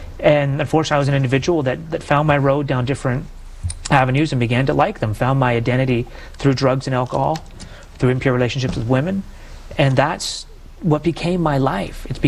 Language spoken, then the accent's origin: English; Canada; As a Canadian, we played road hockey nonstop.